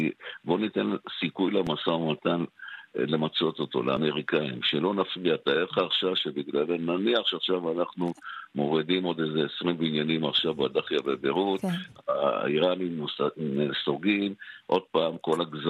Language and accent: Hebrew; Jerusalem, Jerusalem District, Israel; אני זוכר את התקופה, אני ירושלמי שהתפוצצו פה אוטובוסים